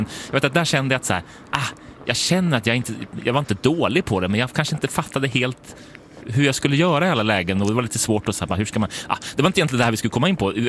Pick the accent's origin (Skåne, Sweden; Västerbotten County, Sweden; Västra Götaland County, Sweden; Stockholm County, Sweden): Stockholm County, Sweden; Stockholm; now in Gävle, Sweden; Jag är från Stockholm liksom, och har flyttat hit för ganska många år sedan nu.